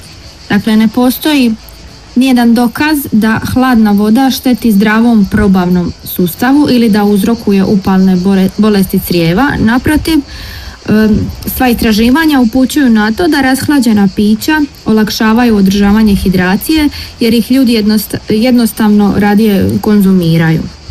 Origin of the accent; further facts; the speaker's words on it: Croatia; Kod nas u Hrvatskoj